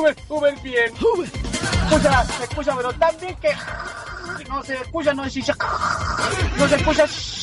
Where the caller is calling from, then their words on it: Villa Alemana, Valparaíso, Chile; por acá en el Didi Móvil, acá en Villa Alemana